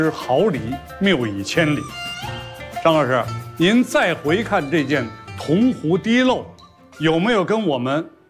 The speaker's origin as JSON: {"language": "Chinese", "region": "Shaanxi", "country": "China"}